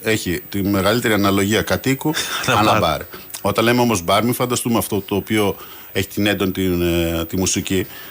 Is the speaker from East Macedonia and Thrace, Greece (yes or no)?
yes; Kavala, East Macedonia and Thrace, Greece; γιατί είμαι από Καβάλα και η πρώτη φορά που πήγα γήπεδο ήταν 10 χρονών